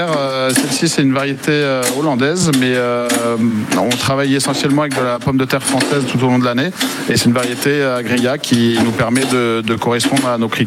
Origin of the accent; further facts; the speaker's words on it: Pays de la Loire, France; Alors, moi, je suis originaire de la Sarthe. J'ai fait mes armes sur Paris et j'ai décidé de vivre dans les Bouches-du-Rhône il y a une petite dizaine d'années.